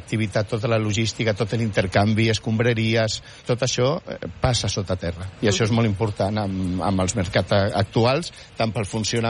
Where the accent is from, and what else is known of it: Barcelona, Catalonia, Spain; born or raised there